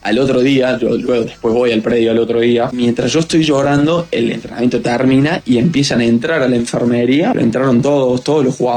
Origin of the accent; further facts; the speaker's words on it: Argentina; yo que me siento tan argentino, tan representado